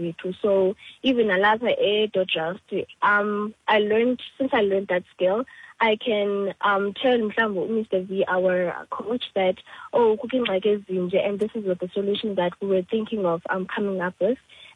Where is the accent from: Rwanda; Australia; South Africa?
South Africa; Mount Pleasant; moved away; ndihlala eDodger, but I go to school here and I'm originally from Mount Pleasant.